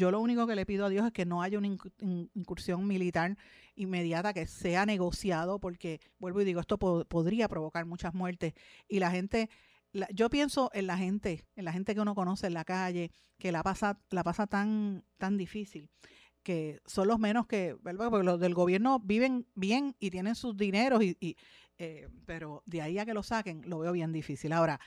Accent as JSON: {"language": "Spanish", "country": "Puerto Rico", "said": "Para nosotros aquí como Puerto Rico, como puertorriqueños, ¿qué representa esto?"}